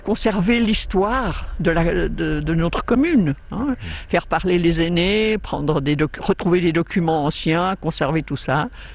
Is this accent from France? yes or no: no; Vouvry, Valais, Switzerland; Non, on est valaisan.